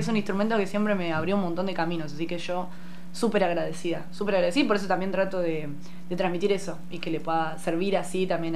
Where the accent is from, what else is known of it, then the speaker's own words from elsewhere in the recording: Magdalena, Buenos Aires Province, Argentina; nosotros, bueno, somos de Magdalena